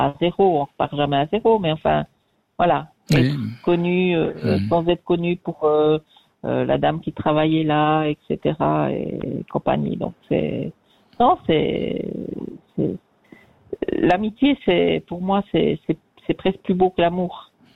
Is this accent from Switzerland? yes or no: yes; Switzerland; moved away as an adult; ben quand je suis partie de Suisse il y a 3 ans